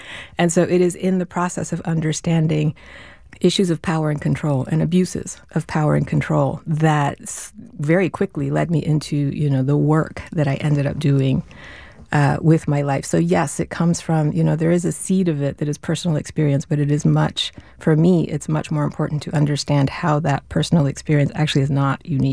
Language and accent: English; Venezuela; Well, I wasn't raised in the U.S. I grew up in Venezuela.